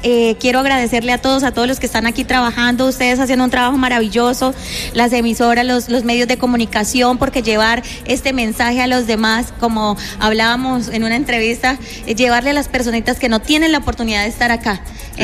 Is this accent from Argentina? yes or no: no; Llanos, Colombia; born there; por darme ese privilegio de nacer en mi tierra llanera.